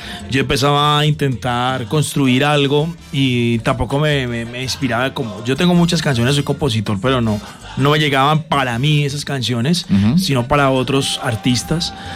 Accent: Medellín, Antioquia, Colombia; feliz de estar aquí en mi casa, El Sol 107.9. En Medellín, en mi tierrita

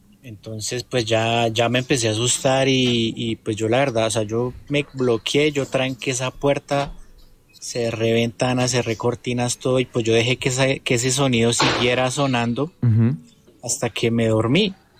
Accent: Tabio, Cundinamarca, Colombia; eso fue en mi infancia en Tabio. Pues yo soy de Tabio

